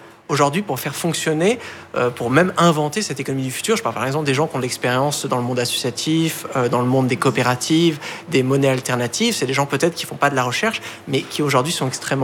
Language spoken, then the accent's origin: French; Bailly, Île-de-France, France; Oui, ça s'appelle Bailly, c'est un petit village hein, de quelques milliers d'habitants, c'est quand même la campagne, hein, c'est coincé entre les plaines de Versailles, dont un grand domaine agricole, et la forêt de Marly.